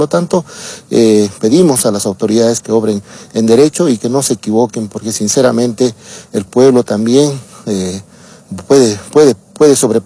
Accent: Bolivia; para nosotros como familia boliviana

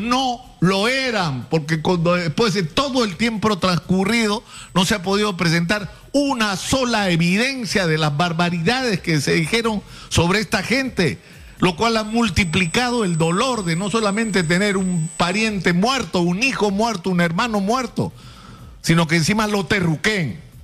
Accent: Peru

